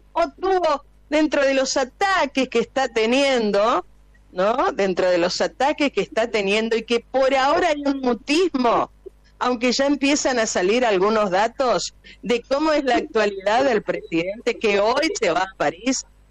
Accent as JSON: {"language": "Spanish", "country": "Argentina"}